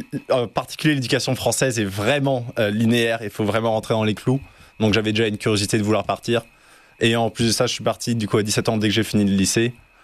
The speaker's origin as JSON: {"language": "French", "country": "France", "tie": "born there", "said": "Mon papa est autrichien. Et je suis né en France."}